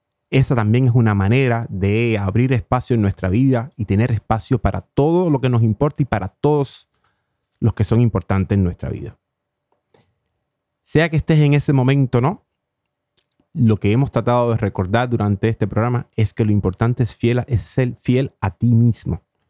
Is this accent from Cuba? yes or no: yes; Cuba; habla que te habla como buen cubano